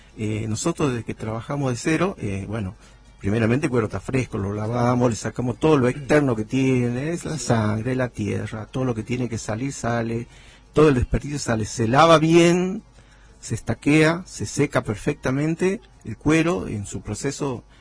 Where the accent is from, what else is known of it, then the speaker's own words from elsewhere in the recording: Guerrero, Jujuy, Argentina; now in Palpalá, Argentina; yo actualmente vivo en Palpala, pero yo soy de Guerrero.